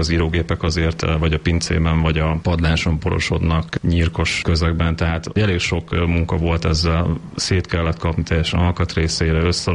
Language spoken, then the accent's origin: Hungarian; Győr, Győr-Moson-Sopron, Hungary; now in Székesfehérvár, Hungary; én győri vagyok, Győrben születtem, és én ide költöztem kedvesem ez a lakás. A szerelem hozott végül is ide Székesfehérvárra